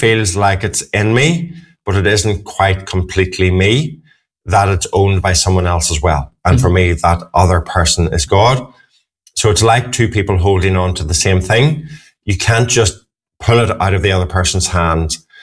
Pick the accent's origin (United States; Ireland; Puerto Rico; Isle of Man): Ireland; being Irish, large family